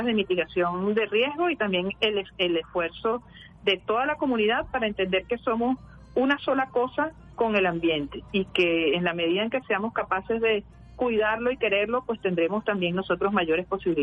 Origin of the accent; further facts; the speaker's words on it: Venezuela; nosotros como venezolanas y venezolanos